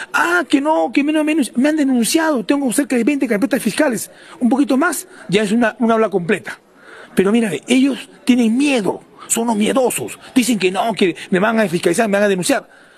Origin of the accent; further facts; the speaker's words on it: Chosica, Lima, Peru; Y no me voy porque soy chosicano. Yo sigo trabajando por mi pueblo.